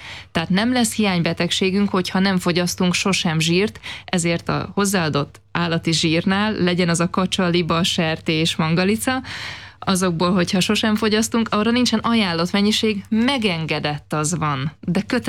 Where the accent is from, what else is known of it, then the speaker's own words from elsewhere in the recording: Great Hungarian Plain, Hungary; én is alföldi vagyok, tehát ismerem ennek a kultúráját